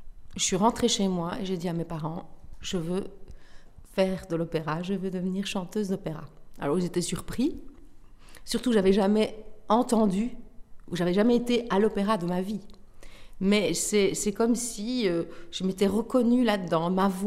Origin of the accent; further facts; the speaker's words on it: Verviers, Wallonia, Belgium; je suis née à Verviers, oui. Comme